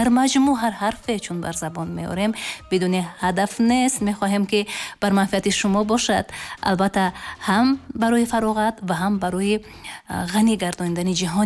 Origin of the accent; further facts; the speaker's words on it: Tajikistan; پاشی دارد در وطن عزیز ما تاجیکستان.